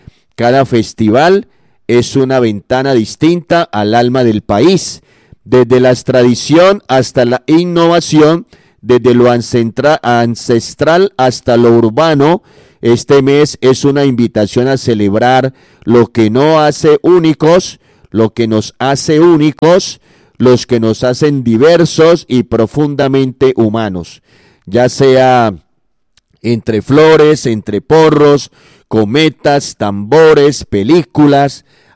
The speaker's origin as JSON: {"language": "Spanish", "region": "Huila", "country": "Colombia", "said": "nosotros como huilenses, como colombianos"}